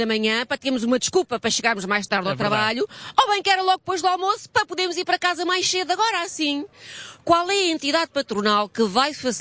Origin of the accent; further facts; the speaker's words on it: Portugal; para mim, esta é a melhor parte de sermos portugueses